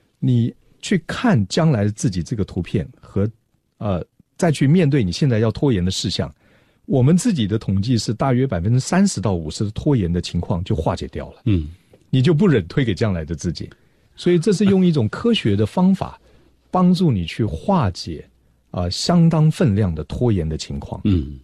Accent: China; 说，不要忘了我们都是中国人。我们要以身为中国人为荣，所以呢，我从小就说我自己能为咱们中国能够做些什么

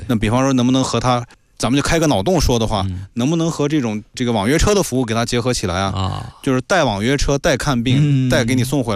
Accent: China

